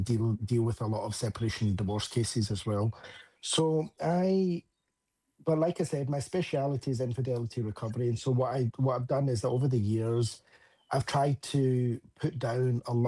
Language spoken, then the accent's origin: English; Scotland, United Kingdom; accent: Scottish; now in United States; because obviously I'm born and raised in the UK, as you can tell, I've got a Scottish accent, I'm actually from Scotland. But then now almost being in the US for 10 years